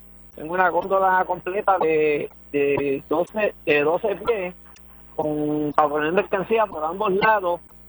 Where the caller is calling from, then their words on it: Mayagüez, Puerto Rico; yo soy de Gijón de Mayagüez